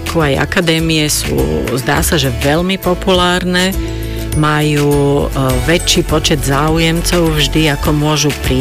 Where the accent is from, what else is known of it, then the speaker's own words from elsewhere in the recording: Pezinok, Bratislava Region, Slovakia; U nás v Pezinku